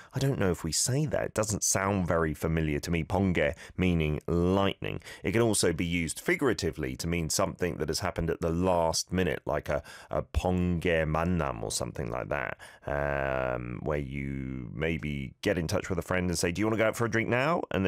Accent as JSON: {"language": "English", "country": "United Kingdom", "said": "I should say autumn as a Brit, shouldn't I?"}